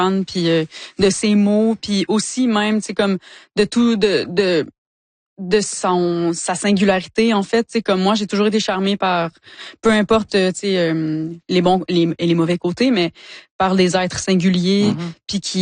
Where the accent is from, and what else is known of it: Quebec, Canada; born or raised there